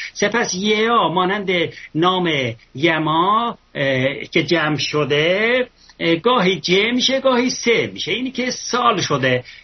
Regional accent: Ardabil Province, Iran; born there; در اردبیل، من استان اردبیل زاده شدم

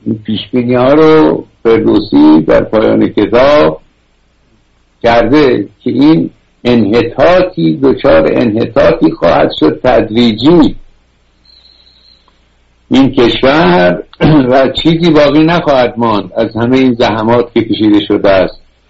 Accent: Iran; ما که ایرانی هستیم، دمیان 2000 و فلان قد مدنیت داریم، پس چرا ما ذلیل شدیم، کشورمون از دست دادیم و اینها؟

